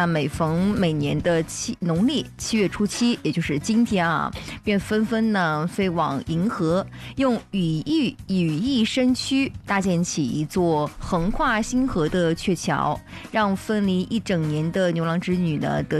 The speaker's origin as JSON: {"language": "Chinese", "country": "China", "said": "我们中国人"}